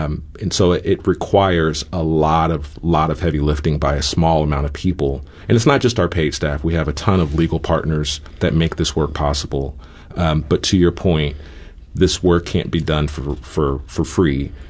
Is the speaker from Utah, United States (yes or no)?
no; Missouri, United States; Missouri, however, and it hurts me to say it's my home state, is somewhat unique